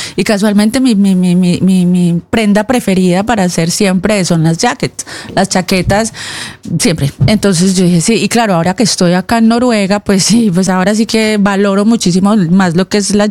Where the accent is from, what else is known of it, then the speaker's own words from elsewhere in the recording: Pereira, Risaralda, Colombia; now in Norway; Yo soy de Pereira, Colombia. Orgullosamente pereiranita.